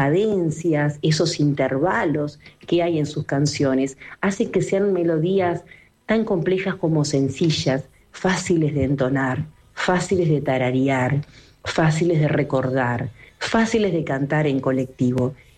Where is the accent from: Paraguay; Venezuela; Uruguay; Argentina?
Uruguay